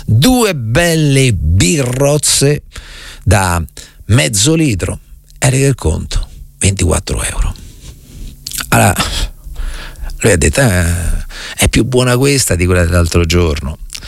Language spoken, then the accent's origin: Italian; Rome, Lazio, Italy; guardando la mia carta d'identità neanche sono romano di nascita, comunque romano c'ero solamente io